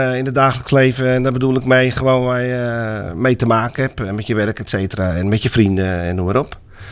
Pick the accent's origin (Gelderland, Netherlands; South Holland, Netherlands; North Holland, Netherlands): North Holland, Netherlands; Aalsmeer; also born or lived in Haarlem / Kudelstaart; Aalsmeerder. Af en toe wel verhuisd door de jaren heen. Dus ik ben geboren in Haarlem. Maar ik woonde hier in de Seringenstraat. Daar ben ik opgegroeid tot mijn 4e of tot mijn 5e.